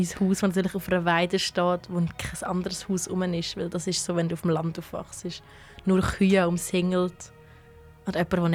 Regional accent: Graubünden, Switzerland; born there; Ich bin Bündnerin

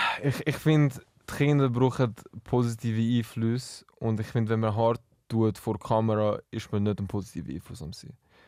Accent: Zurich, Switzerland; Ich bin auch Zürcher

